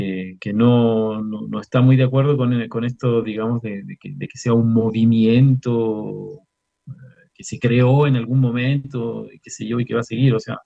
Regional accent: Chuquicamata, Antofagasta, Chile; musicalmente yo nací en Chuquicamata, en el sentido de que mi primera escuelita de música fue el grupo folclórico de mis papás.

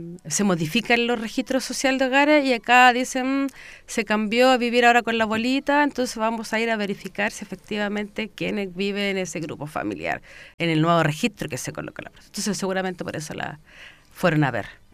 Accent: Puente Alto, Santiago Metropolitan Region, Chile; Yo soy de Puente Alto, yo nací, criada, sigo viviendo en Puente Alto.

